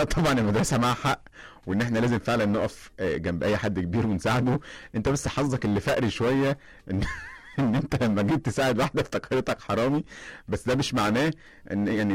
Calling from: Alexandria, Alexandria Governorate, Egypt; من اسكندريه

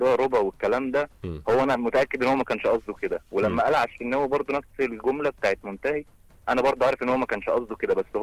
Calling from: Cairo, Cairo Governorate, Egypt; أنا من القاهرة

